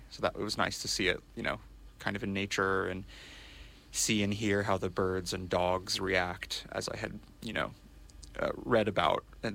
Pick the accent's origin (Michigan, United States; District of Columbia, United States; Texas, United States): Texas, United States; moved away; I'm from Central Texas originally